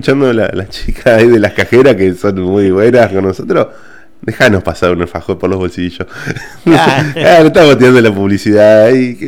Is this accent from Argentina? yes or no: yes; Argentina